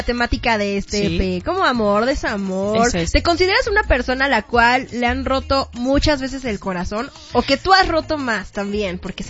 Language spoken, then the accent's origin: Spanish; Acapulco, Guerrero, Mexico; Yo soy de Acapulco, Guerrero, que es una playa, entonces yo soy costeña, sirena